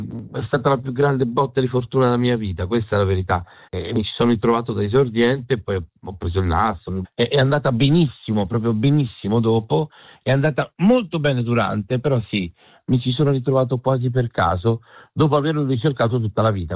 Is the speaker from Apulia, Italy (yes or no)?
yes; Apulia, Italy; Nel mio paesino, che è un paesino del provincia di Bari, non c'era il cinema, come purtroppo ancora adesso è